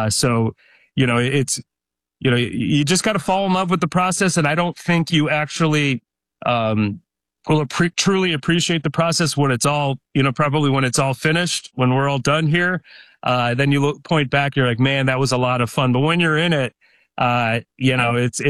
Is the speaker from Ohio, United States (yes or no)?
no; Detroit, Michigan, United States; You know, I grew up in Detroit, and you know, I'm a Lions fan.